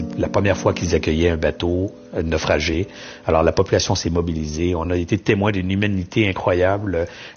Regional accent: Canada; on avait organisé des vols à partir du Chili pour retourner chez nous, au Canada.

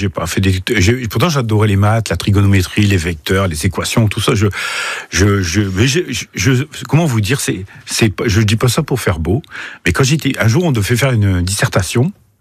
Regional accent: Aubourdin, Hauts-de-France, France; born there; also born or lived in Seclin; moi, je suis né à Aubourdin, en 64. Et mes parents étaient bouchers-charcutiers à Seclin. Et donc je suis fils de boucher-charcutier

